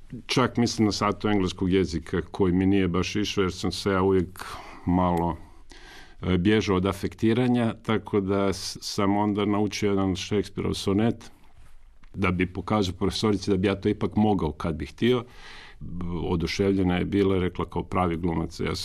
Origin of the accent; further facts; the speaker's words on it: Umag, Istria County, Croatia; Ovako, ja sam rođen i odrastao i školovan u Umagu.